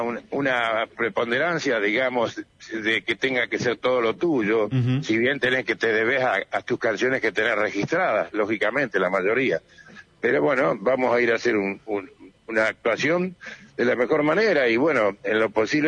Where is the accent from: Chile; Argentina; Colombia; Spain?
Argentina; Comodoro Rivadavia, Chubut; born there; nací en Comodoro, como vos sabés, como vos también